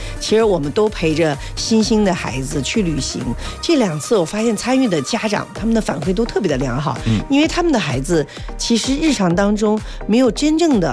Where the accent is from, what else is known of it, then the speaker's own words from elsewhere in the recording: Beijing, China; 作为一个北京人啊，我觉得我每一年回北京都会去看一次五星红旗的升旗仪式。